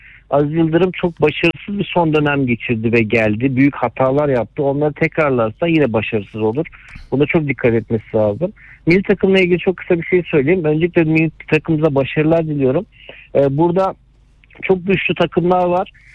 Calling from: Istanbul, Turkey; Bahçeşehir'den.

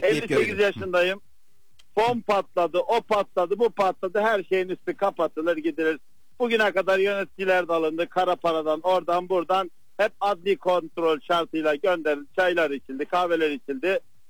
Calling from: Istanbul, Turkey; ben İstanbul'dan.

